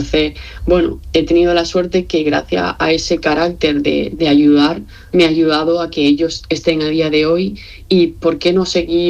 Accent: Marbella, Andalusia, Spain; Yo soy de Marbella, ciudad, pueblo, depende de cómo se mire, y es pequeño, tiene 150.000 habitantes con respecto a otras ciudades, ¿no?

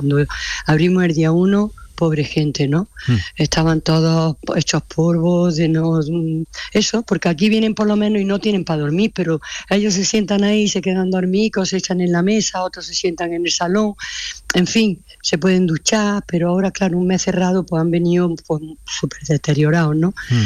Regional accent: Pitres, Andalusia, Spain; born there; moved away; yo soy de Pitre

